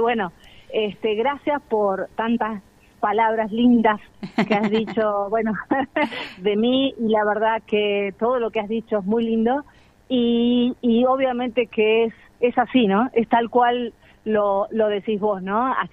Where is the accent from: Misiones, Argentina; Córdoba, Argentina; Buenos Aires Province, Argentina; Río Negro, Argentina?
Buenos Aires Province, Argentina; Mar del Plata; now in Patagonia, Argentina